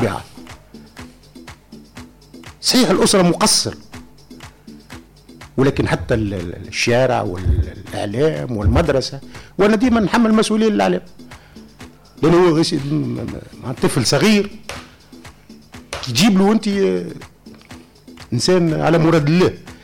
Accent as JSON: {"language": "Arabic", "country": "Tunisia", "said": "احنا كمجتمع تونسي"}